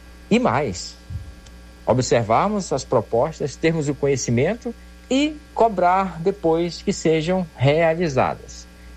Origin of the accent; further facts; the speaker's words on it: Manaus, Amazonas, Brazil; nós temos coisas boas, coisas maravilhosas de que nos orgulhar como amazonenses, como manauaras.